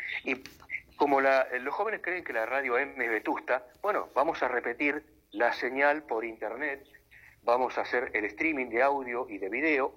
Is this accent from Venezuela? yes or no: no; Argentina